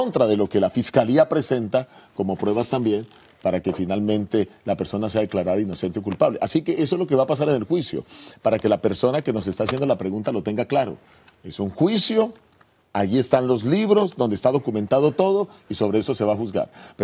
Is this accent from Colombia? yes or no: yes; Colombia; como este es un concepto que se ha utilizado en mi país, Colombia